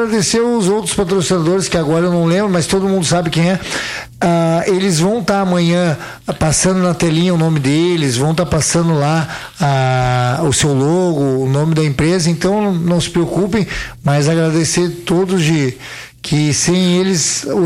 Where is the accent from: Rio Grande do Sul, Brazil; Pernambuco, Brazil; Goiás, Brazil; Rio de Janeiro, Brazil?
Rio Grande do Sul, Brazil; Pelotas; also born or lived in Caxias do Sul; now in Nova Prata, Brazil; particularmente, sou de Pelotas, morei muitos anos em Caxias, estou em Nova Prata há um ano.